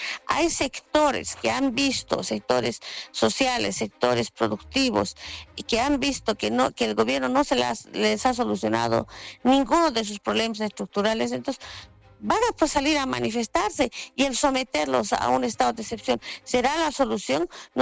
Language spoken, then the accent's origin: Spanish; Bolivia